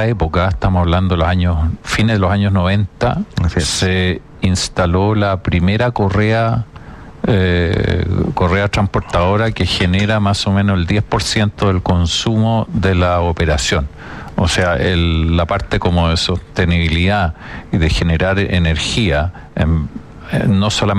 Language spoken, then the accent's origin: Spanish; Chile